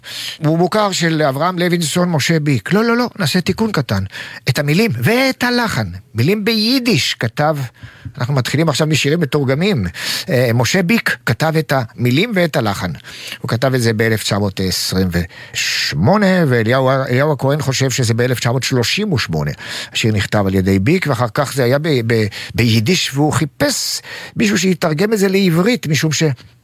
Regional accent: Hadera, Haifa District, Israel; אני בן חדרה

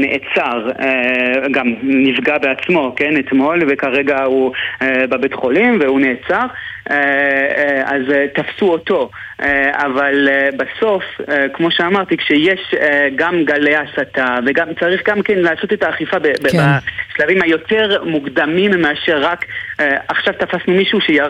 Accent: Montreal, Quebec, Canada; לוודא שכשיש אירוע כמו בית ספר שלי שבו איפה שגדלתי במונטריאול ששולחים בו עליו בקבוק תעבירה

